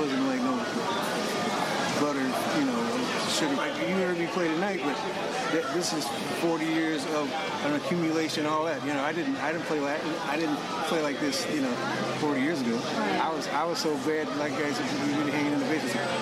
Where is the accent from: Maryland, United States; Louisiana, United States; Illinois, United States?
Illinois, United States; Chicago; also born or lived in Indianapolis, United States; and I'm from the Midwest. I was born in Indianapolis, grew up around Chicago